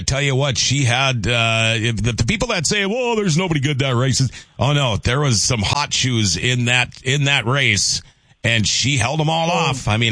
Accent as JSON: {"language": "English", "region": "Minnesota", "country": "United States", "said": "Thank goodness, you know, I'm a Minnesotan, so I don't have any skin in the game."}